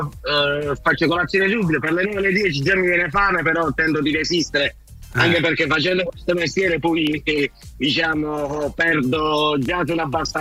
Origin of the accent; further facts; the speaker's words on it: Melfi, Basilicata, Italy; io sono di Melfi e faccio l'autotrasportatore.